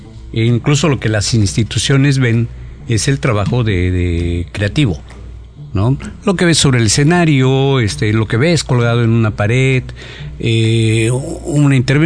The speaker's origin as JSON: {"language": "Spanish", "town": "Chilpancingo", "region": "Guerrero", "country": "Mexico", "tie": "born or raised there", "said": "Nací en Chilpancingo"}